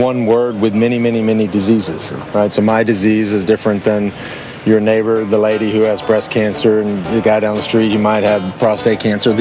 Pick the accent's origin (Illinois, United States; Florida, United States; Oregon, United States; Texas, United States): Texas, United States; Yeah, well, I grew up outside of Dallas. And it's the reason I got into endurance sports.